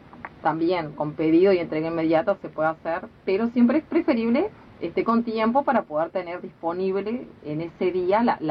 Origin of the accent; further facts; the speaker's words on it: Vergara, Treinta y Tres, Uruguay; yo crecí en Vergara, ¿no? Pero a veces parece que una es de afuera. Yo digo, vos parecés el del pueblo, le digo a mi esposo, y yo la de afuera, porque yo crecí acá y parece que no conozco a nadie.